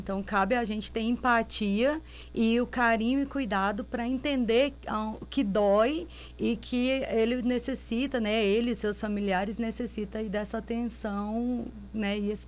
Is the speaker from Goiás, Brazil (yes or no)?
yes; Itumbiara, Goiás, Brazil; Eu sou daqui de Itumbiara. Daqui de Itumbiara.